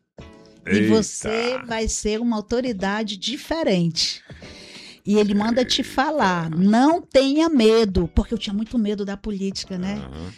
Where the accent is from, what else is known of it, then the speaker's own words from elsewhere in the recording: Roraima, Brazil; also born or lived in Tocantins; Eu sou natural de... Tocantins. Né? Quando eu nasci ainda era Goiás, mas aí nós tivemos essa mudança, então eu sou natural de Tocantins, mas moro em Roraima já desde os 5 anos de idade, então já tenho meu coração macuxi.